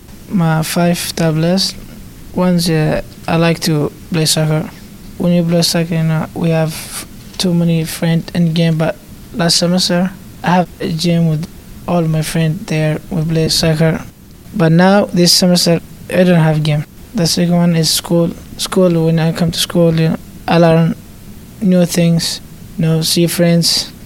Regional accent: Pittsburgh, Pennsylvania, United States; I'm 13. I'm from the Hill District, and I go to Shirley Classical Academy.

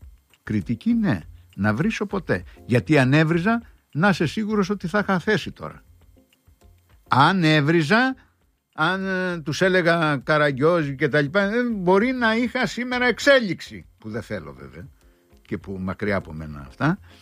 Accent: Crete, Greece; αν το άκουγε κάποιος από την πατρίδα μου, θα έλεγε από την Έμπαρο Κρασί και από τη Βιάνο Λαάδη.

